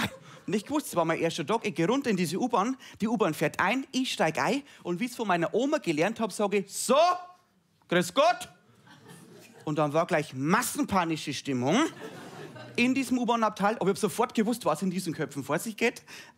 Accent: Bavaria, Germany; moved away as an adult; now in Munich, Germany; ich komme ja aus Niederbayern, aus der Nähe von Passau. Und ich komme vom Land, ich komme vom Bauernhof. Und wissen Sie, da ist man ein bisschen anders. Und ich bin jetzt nämlich in die Großstadt gezogen, nach München

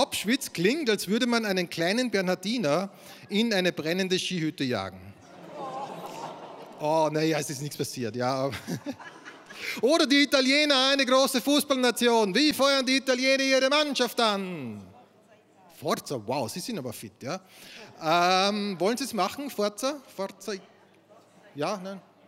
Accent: Austria; ich komme aus Österreich

